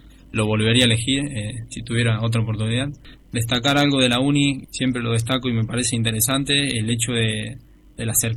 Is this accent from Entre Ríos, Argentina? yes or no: no; Melo, Córdoba, Argentina; moved away as an adult; En el caso mío, yo soy oriundo de Melo, de un pueblo cercano a la localidad de Serrano.